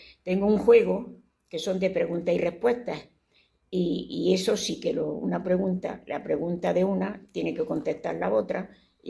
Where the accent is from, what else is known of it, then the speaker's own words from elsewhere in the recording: Granada, Andalusia, Spain; born there; moved away; a Granada, que es mi tierra.